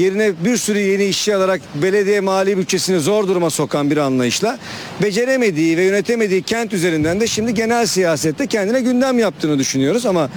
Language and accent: Turkish; İzmir, Turkey; Yani hepimiz İzmirliyiz, bu kabul edilmez.